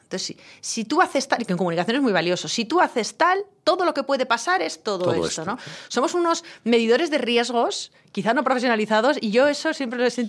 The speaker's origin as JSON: {"language": "Spanish", "town": "Pamplona", "region": "Navarre", "country": "Spain", "tie": "born or raised there", "said": "yo tenía 18 años, y a 18 años, y un sitio como Navarra, bueno, pues te condiciona mucho, te conoce todo el mundo, un sitio como Pamplona, una ciudad pequeña, te conoce todo el mundo"}